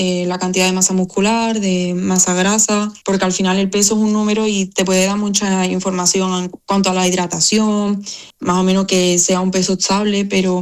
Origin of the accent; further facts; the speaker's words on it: Seville, Andalusia, Spain; moved away as an adult; also born or lived in England; now in Bulgaria; ves a todo el mundo de allí de Sevilla viendo los pasos y me encantaría poder estar allí, pero también gracias a ello pues puedo vivirlo desde aquí, desde Bulgaria